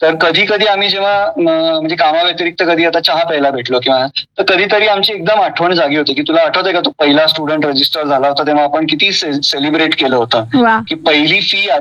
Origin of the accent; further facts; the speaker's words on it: Maharashtra, India; पण मी मराठी हे मराठीतनच शिकलो.